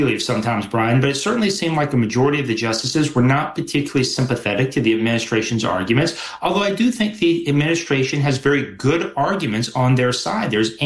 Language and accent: English; Florida, United States; My home state for Florida, for instance, has very specific requirements about the compactness of the districts